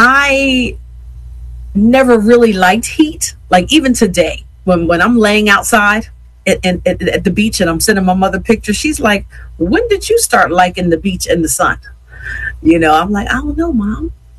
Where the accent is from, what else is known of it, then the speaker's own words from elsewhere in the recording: Yeadon, Pennsylvania, United States; Being born and raised in Yaden, I more did things out here where I live instead of going into the city.